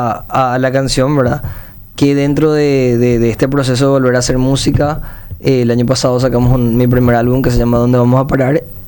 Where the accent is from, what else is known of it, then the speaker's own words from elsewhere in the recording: Asunción, Paraguay; De Asunción. Yo soy de Asunción. Estoy acá cerquita, ahora nomás estaba viniendo desde Sajonia